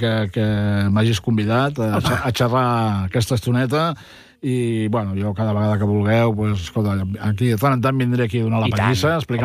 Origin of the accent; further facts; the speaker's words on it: Badalona, Catalonia, Spain; la meva vida l'he passat a Barcelona, la meva vida professional i molt de la meva vida personal, però Badalona, jo soc de Badalona, soc un badaloní, soc un BTV, que li diuen, un badaloní de tota la vida